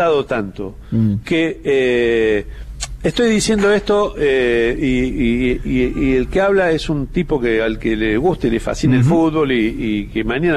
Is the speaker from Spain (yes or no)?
no; Argentina